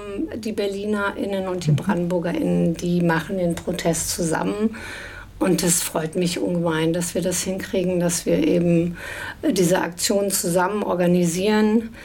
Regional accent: West Germany, Germany; ich bin in Westdeutschland groß geworden

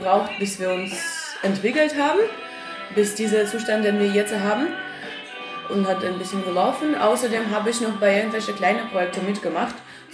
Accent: Kharkiv, Kharkiv Oblast, Ukraine; German is a second language; moved away as an adult; now in Germany; Also, meine Heimatland ist Ukraine. Ich komme aus Stadt, der heißt Kharkiv. Mhm. Und ich bin seit Kriegsanfang nach Deutschland umgezogen. Und in April jetzt war 4 Jahre, als ich schon in Deutschland wohne.

